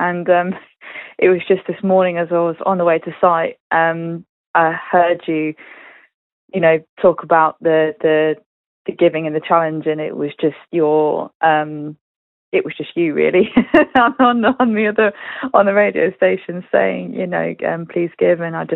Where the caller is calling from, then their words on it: Wellingborough, East Midlands, United Kingdom; I'm from Wellingborough in Northamptonshire